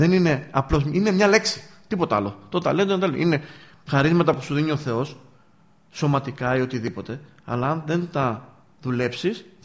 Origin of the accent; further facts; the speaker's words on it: Livadeia, Central Greece, Greece; moved away; also born or lived in Corinth; Και εγώ όταν ήμουν εδώ στο Λοβαδιακό και ήμουν πριν φύγω από τον τόπο μου